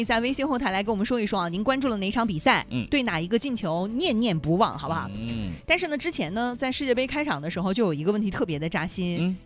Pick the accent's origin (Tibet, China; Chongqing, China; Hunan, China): Hunan, China; 我们湖南人低头不语